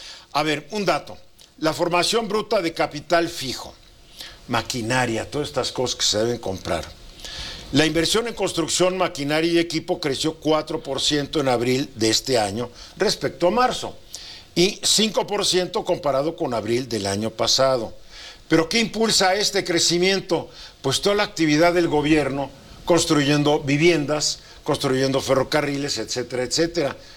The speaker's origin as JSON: {"language": "Spanish", "country": "Mexico", "said": "somos más mexicanos"}